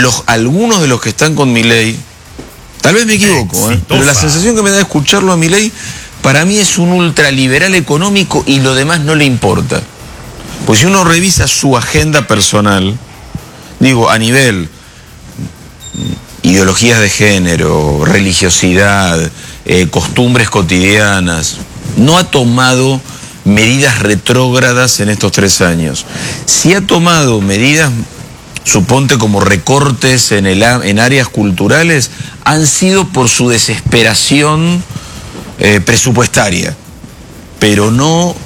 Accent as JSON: {"language": "Spanish", "country": "Argentina", "said": "el nivel de comunidad que eso genera en mi país es una cosa hermosa"}